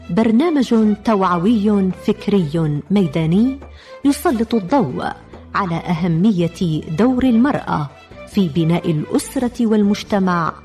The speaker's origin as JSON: {"language": "Arabic", "country": "Yemen", "said": "في بلادنا اليمن"}